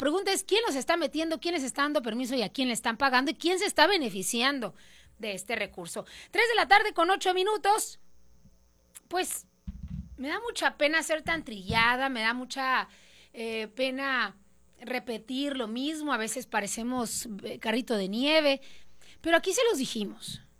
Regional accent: Sonora, Mexico; hoy yo hice un reclamo legítimo como sonorense

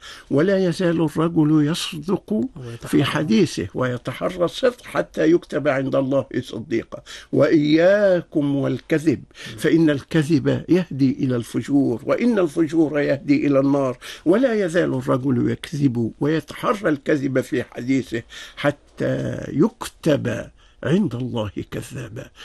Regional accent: Egypt

